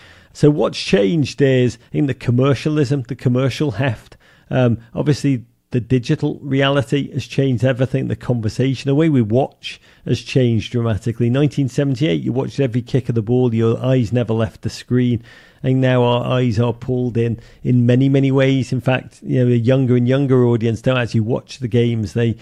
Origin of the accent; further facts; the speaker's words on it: Liverpool, North West England, United Kingdom; You know, I grew up in Liverpool. The time when the economy was terrible in Britain and the North was ravaged post-industrially.